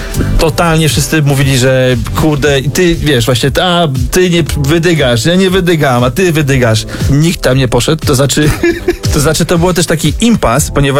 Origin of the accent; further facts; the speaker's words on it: Bojków, Silesian Voivodeship, Poland; Ja mam taką historię u mnie w Bojkowie. Zawsze była taka legenda.